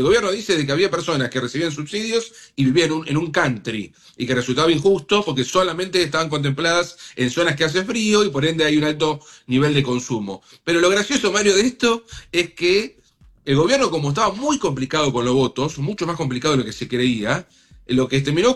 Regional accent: Mar del Plata, Buenos Aires Province, Argentina; moved away; yo soy de Mar del Plata, como ustedes saben. Sí. Y nunca cambié el domicilio, nunca me interesó.

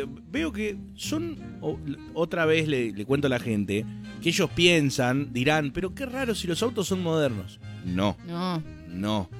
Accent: Argentina; No, somos racistas, muchachos, y somos argentinos.

